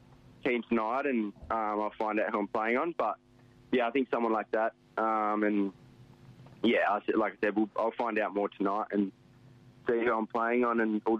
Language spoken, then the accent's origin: English; Western Australia, Australia; Yeah, so I'm from Dongarashley, which is 40 minutes south of Geraldton. So Geraldton's the East Fremantle zone, so that's why I grew up in the Perth zone